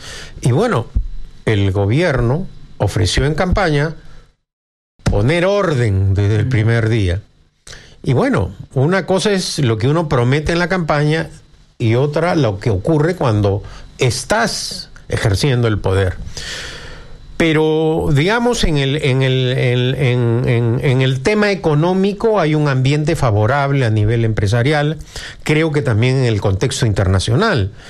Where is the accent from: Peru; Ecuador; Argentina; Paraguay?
Peru; como todo peruano, deseo que le vaya bien a su gobierno